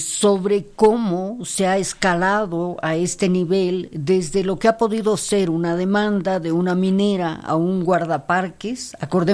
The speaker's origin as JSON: {"language": "Spanish", "country": "Bolivia", "said": "Somos nosotros los bolivianos"}